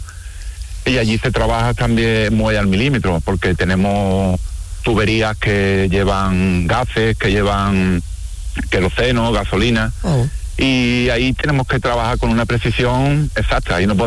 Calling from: Tarifa, Andalusia, Spain; los compis que venimos de Tarifa todos los días

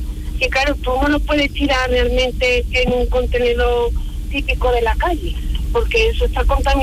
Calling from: San José de la Rinconada, Andalusia, Spain; Pues vengo desde San José, trabajo en Sevilla, en el Polígono Astores

